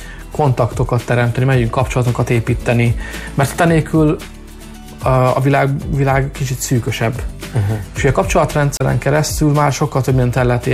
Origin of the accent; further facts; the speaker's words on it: Hungary; én roma származású vagyok, attól még én ugyanúgy magyar vagyok